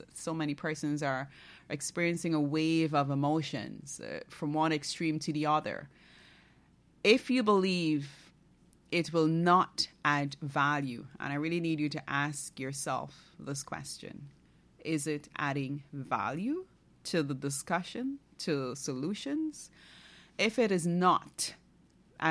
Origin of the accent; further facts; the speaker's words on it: Barima-Waini, Guyana; I am from Region 1. I am from Region 1.